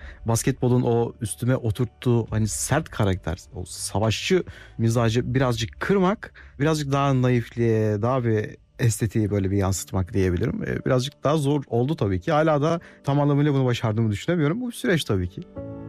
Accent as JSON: {"language": "Turkish", "town": "Akhisar", "region": "Manisa", "country": "Turkey", "tie": "born or raised there", "moved": "yes", "lives_now": "Istanbul, Turkey", "said": "1992 Manisa Akhisar doğumluyum. İlk örtüm ve orta öğrenimimi Akhisar'da tamamladım."}